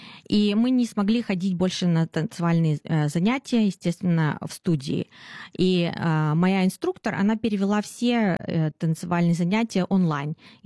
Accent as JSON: {"language": "Russian", "country": "Russia", "moved": "as an adult", "lives_now": "New Zealand", "said": "Потом я переехала из России в Новую Зеландию в 2006 году, занималась работой, карьерой, семьей, у меня родился сын"}